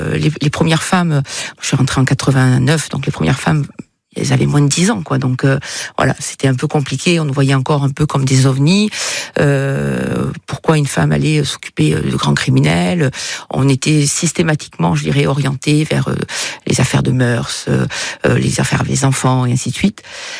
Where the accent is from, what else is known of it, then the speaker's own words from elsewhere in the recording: Nouvelle-Aquitaine, France; moi je viens des Landes, le pays du rugby